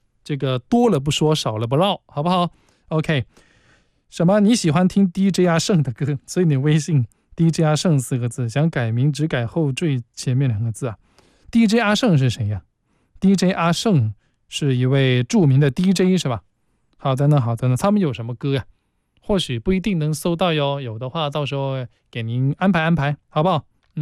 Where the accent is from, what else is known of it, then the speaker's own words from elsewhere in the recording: Guangdong, China; 又适合我哋广东人嘅呢、这个热辣辣嘅天时